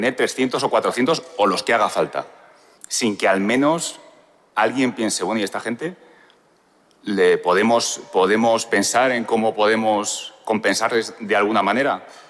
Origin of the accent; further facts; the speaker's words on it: Madrid, Community of Madrid, Spain; now in San Sebastián de los Reyes, Spain; Yo vengo de Madrid, vivo en San Sebastián de los Reyes